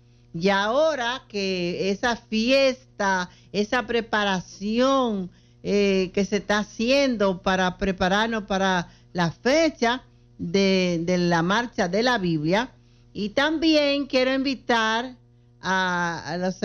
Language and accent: Spanish; Dominican Republic; somos dominicanos